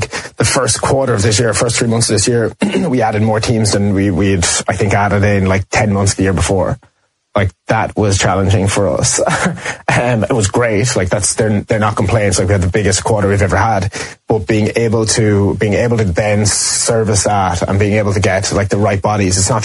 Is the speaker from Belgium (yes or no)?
no; Ireland; accent: Irish; And I also think like being Irish helps. We're liked in most places that we go. So, walking in the door with an Irish accent is never a bad thing.